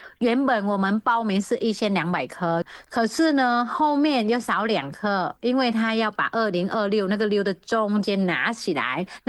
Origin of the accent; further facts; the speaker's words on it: Vietnam; now in Taiwan; 身为是一个越南人，那去到别的国家，然后又被邀请回越南当评审，然后带团队回越南，然后又有台湾这边看中，邀请我当一个指导老师。